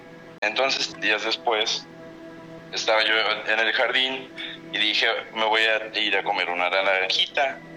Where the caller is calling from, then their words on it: Veracruz, Mexico; Desde Tercero, Veracruz.